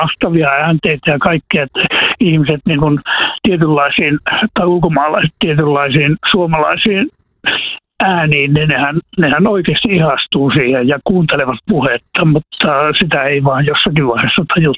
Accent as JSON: {"language": "Finnish", "town": "Kuusamo", "region": "North Ostrobothnia", "country": "Finland", "said": "Meillä Kuusamossa päin sanottaisiin, että spektaakkelista."}